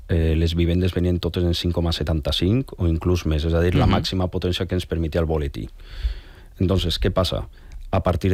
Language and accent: Catalan; L'Olleria, Valencian Community, Spain; Nosaltres al final venim d'un poble. I venim de l'Olleria.